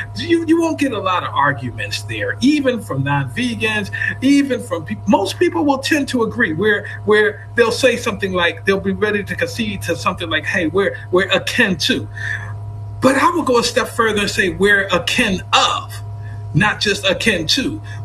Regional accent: United States; moved away; And I am also from the Black Bottom. We just simply called it the Bottom when I was coming up. But I am also a product of the Bottom.

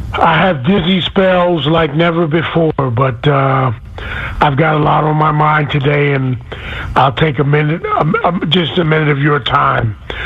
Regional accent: Chevy Chase, Maryland, United States; now in Germany; Chevy Chase, my hometown

